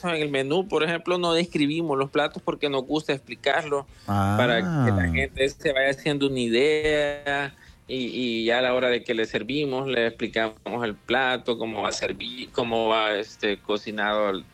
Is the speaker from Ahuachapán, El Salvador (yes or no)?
yes; Ahuachapán, El Salvador; porque pues de acá soy, aquí tengo mi familia, mi mamá, tengo mi casa. Y pues no me iba a ir a meter a un mercado o un lugar donde realmente no soy, aunque soy salvadoreño, pues, pero no soy capitalino.